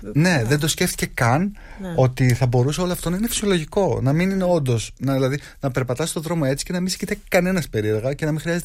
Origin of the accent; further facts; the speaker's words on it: Vathytopos, Eastern Macedonia and Thrace, Greece; born there; moved away; Πριν ένα μήνα είχα πάει στο χωριό μου.